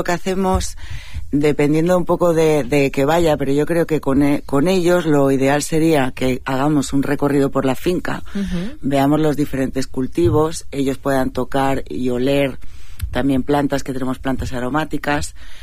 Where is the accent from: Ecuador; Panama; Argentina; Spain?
Spain; La Palma, Canary Islands; Yo recuerdo de pequeña, cuando yo me crié aquí en La Palma, aunque me escuchen de fuera, yo vine aquí con 8 años